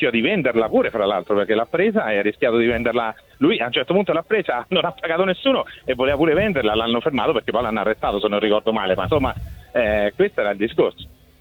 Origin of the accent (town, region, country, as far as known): Terni, Umbria, Italy